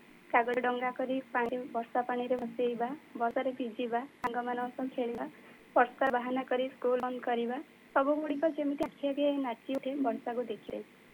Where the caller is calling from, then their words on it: Jagatsinghpur, Odisha, India; Hello ma'am, ପ୍ରଣାମ … ଜଗତସିଂହପୁରରୁ।